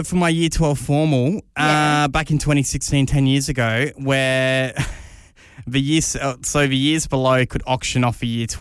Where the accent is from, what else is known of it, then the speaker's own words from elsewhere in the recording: Sydney, New South Wales, Australia; I grew up in Sydney.